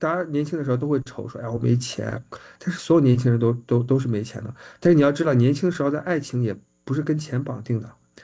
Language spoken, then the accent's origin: Chinese; Northeast China, China; accent: Northeastern (Dongbei); now in Seattle, United States; 我按照我们那儿的口音，东北口音给改了一个"斯"